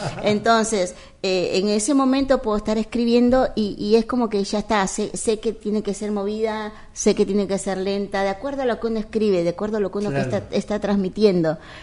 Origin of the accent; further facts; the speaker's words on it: Peru; Y la salsa porque soy peruana.